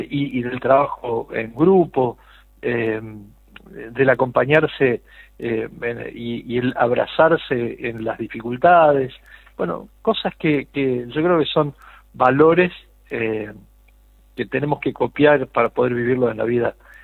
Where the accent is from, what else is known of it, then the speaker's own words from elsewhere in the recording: Argentina; O sea, ya no somos, en estos días no somos de River, de Boca, de... no sé, de Independiente, de Racing, de Central o de Newell's, sino que somos todos argentinos, ¿no es cierto?